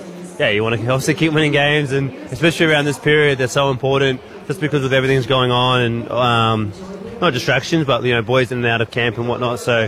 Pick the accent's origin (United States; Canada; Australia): Australia; Queensland; Yeah, it is a good couple of days to be a Queenslander.